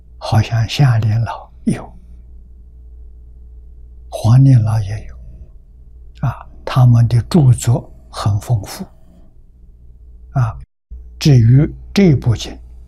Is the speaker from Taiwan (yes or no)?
no; China